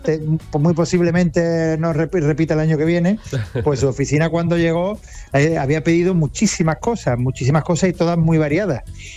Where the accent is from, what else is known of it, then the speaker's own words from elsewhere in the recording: Seville, Andalusia, Spain; tenemos muchas ganas de, como sevillana, también tenerla en la Plaza de España.